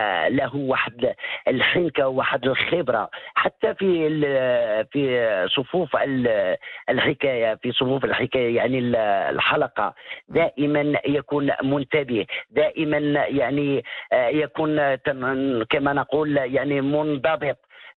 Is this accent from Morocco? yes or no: yes; Morocco; عندنا في المغرب